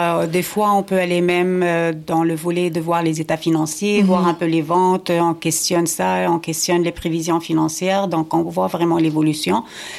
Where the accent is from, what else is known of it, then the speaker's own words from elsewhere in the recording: Morocco; now in Canada; moi, je viens du Maroc